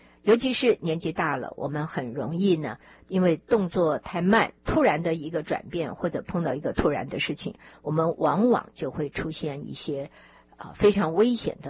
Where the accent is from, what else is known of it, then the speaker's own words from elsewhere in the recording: China; 因为我们中国人喜欢，要不然就是窝在那边看电视